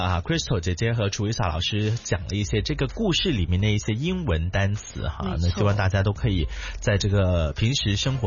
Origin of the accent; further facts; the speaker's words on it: Guangdong, China; 我们广东人呢就发挥想象力哈